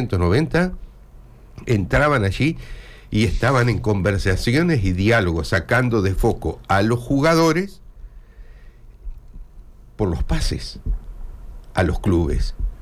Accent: Uruguay; vamos a seguir siendo una colonia argentina.

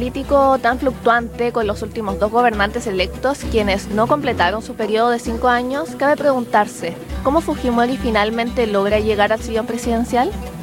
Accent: Chile; llamó mucho la atención, por lo menos como chilenos

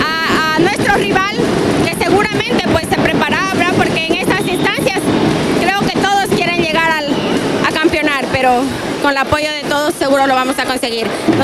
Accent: Zamora-Chinchipe, Ecuador; los zamoranos

